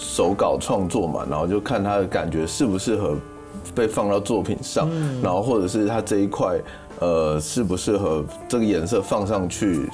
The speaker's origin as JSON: {"language": "Chinese", "town": "Taipei", "country": "Taiwan", "said": "没有，我是台北人。"}